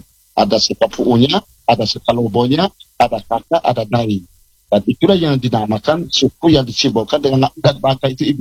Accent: Bajawa, East Nusa Tenggara, Indonesia; asal usul kami orang Ngada khususnya Bejawa.

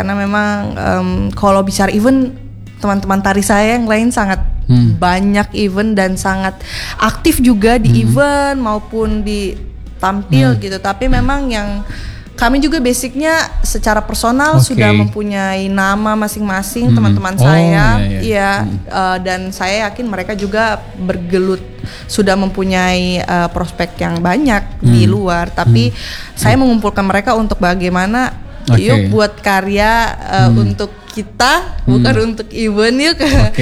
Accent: Sulawesi, Indonesia; also born or lived in Bali; Kebetulan saya ini juga orang Bali. Bali. Tapi saya besarnya di Sulawesi.

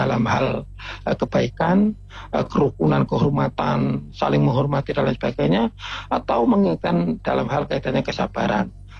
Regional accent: Lampung, Indonesia; sebagai warga sadar, sebagai warga Lampung yang menjunjung tinggi keharmonisan, sebagai tokoh masyarakat Lampung, tokoh negara

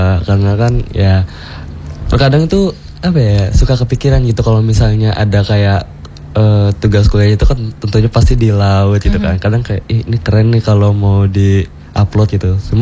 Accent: Panjang, Lampung, Indonesia; terutama di daerahku itu di daerah Panjang itu udah banyak banget pariwisata

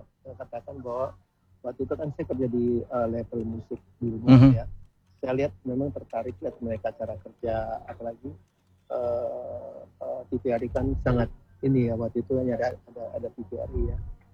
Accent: Manado, North Sulawesi, Indonesia; Iya, betul. Kita dari Manado.

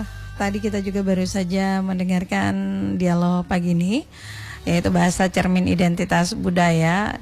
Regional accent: Gorontalo, Indonesia; Bukan berarti meninggalkan akar kita sebagai orang Gorontalo. Menguasai bahasa Gorontalo itu wajib aja ya.

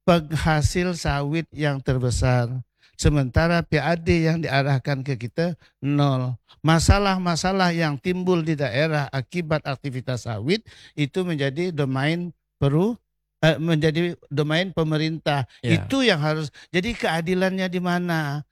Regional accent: West Kalimantan, Indonesia; Termasuklah saya dari Kalimantan Barat.

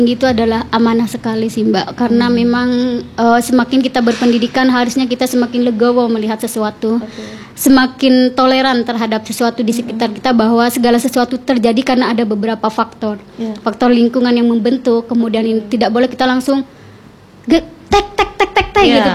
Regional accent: Madura, East Java, Indonesia; sebagai warga Madura

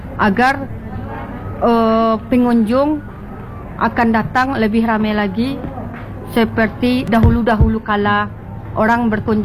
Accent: West Sumatra, Indonesia; Yang pertama kita kan orang Minang. Orang Minang itu kan dengan bahasa Bunda Kandung itu harus kita pakai walaupun kata di mana kan.

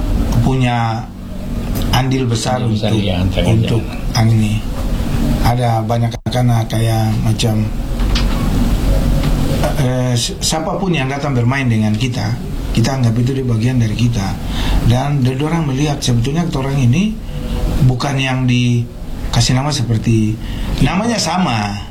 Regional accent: Sorong, Southwest Papua, Indonesia; Dulu kan kita anak Sorong nih, mau kemana saja kita bersatuan, mau dirantau di mana, anak Sorong tuh kompak.

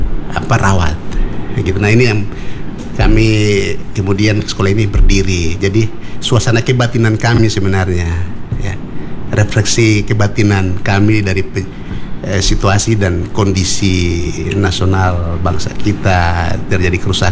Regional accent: Papua, Indonesia; Ini tradisi kami orang Papua.

